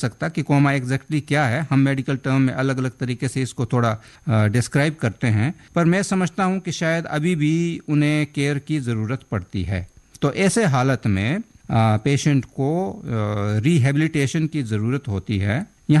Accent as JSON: {"language": "Hindi", "region": "Himachal Pradesh", "country": "India", "said": "बिल्कुल अच्छी बात है, मैं भी पहाड़ी हूँ, मैं हिमाचल से हूँ।"}